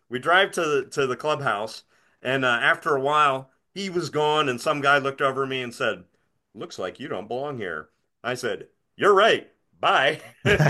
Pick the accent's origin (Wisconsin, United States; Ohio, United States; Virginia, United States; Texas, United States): Virginia, United States; Alexandria; also born or lived in Syracuse, New York / Collingswood, New Jersey; mother, and stepfather to Alexandria, Virginia, which is outside of DC. So I lived there my formative years, 1976 to 1988. So usually when people say where I'm from, I say Alexandria because that's where I went to high school. T.C. Williams